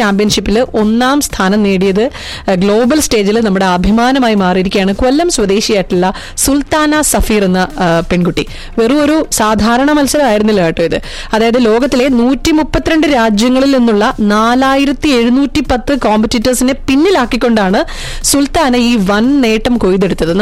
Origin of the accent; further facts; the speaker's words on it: Kollam district, Kerala, India; പിന്നെ ഞാനും ഒരു കൊല്ലം ജില്ലക്കാരി ആയതുകൊണ്ട്